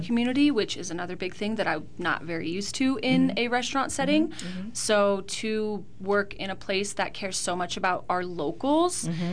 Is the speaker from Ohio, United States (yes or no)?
no; Prescott Valley, Arizona, United States; moved away; also born or lived in Colorado; So I grew up here in Prescott Valley.